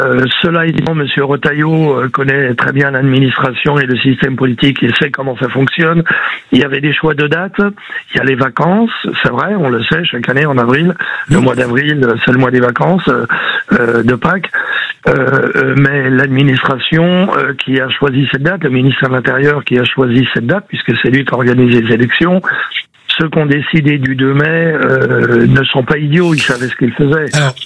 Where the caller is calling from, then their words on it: Paris, Île-de-France, France; Oui, je suis à Paris.